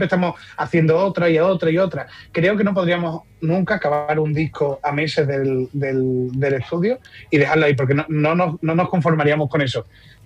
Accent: Extremadura, Spain; Yo soy extremeño.

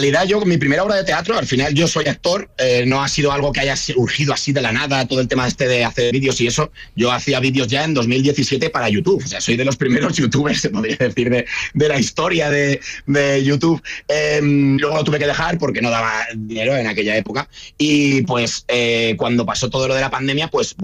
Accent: Alcalá de Henares, Community of Madrid, Spain; also born or lived in Málaga / Mota del Cuervo; Nacido en Málaga, es que soy una mezcla un poco rara. Nací en Málaga y me he criado toda la vida en Alcalá de Henares, en Madrid. Pero es que siempre ha sido mi pueblo al que venía todos los veranos con mi abuela y eso. Entonces, tengo ahí una mezcla un poquito rara

